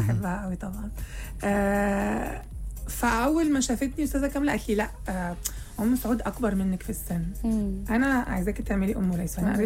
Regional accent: Syria; أنا برضو بعمل، يعني أنا سورية وبعمل الدور ده

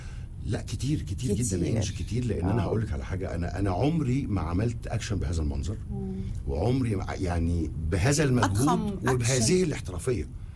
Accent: Egypt; انا كفنان مصري

